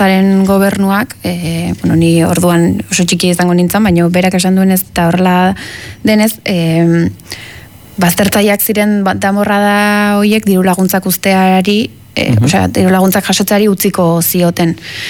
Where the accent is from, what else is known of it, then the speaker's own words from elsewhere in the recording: San Sebastián, Basque Country, Spain; Bai, bueno, ni Donostiarra naiz eta danborradaren kontuarekin bai ikusten detela